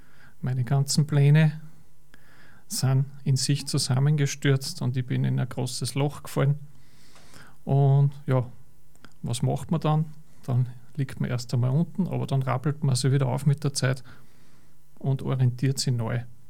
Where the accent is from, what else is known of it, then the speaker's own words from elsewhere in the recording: Stadl-Paura, Upper Austria, Austria; ich komme aus Stadlbaura und habe die Evelyn letztes Jahr kennengelernt.